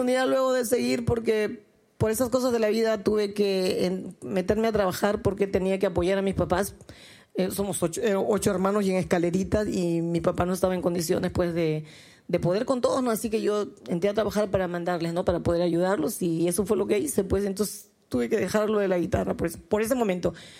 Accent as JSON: {"language": "Spanish", "country": "Peru", "tie": "born or raised there", "moved": "as an adult", "lives_now": "Lima, Peru", "said": "cuando termino la secundaria en mi tierra"}